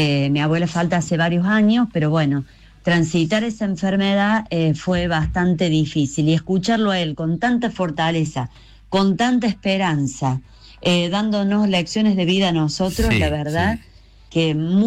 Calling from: Hernando, Córdoba, Argentina; desde Hernando

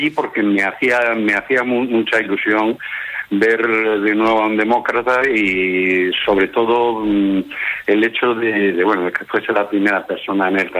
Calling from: Asturias, Spain; Desde Asturias.

